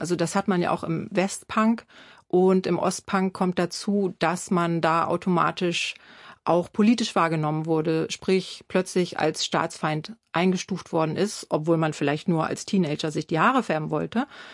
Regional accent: Pinneberg, Schleswig-Holstein, Germany; ich komme ja aus Pinneberg, Schleswig-Holstein. Das war jetzt nicht so die Kernzelle des Punk

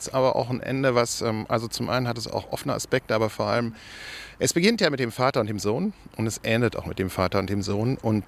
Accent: Berlin, Germany; Dann sind wir dort, wo ich aufgewachsen bin, tatsächlich die Überschneidung quasi der größeren Politik mit der Zufälligkeit, dass man hier halt aufgewachsen ist oder gewohnt hat, wie eben auch meine Hauptperson.

